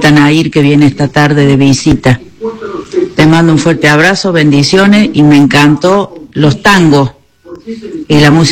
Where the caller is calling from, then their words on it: Argentina; Vivo en Barrio Acosta.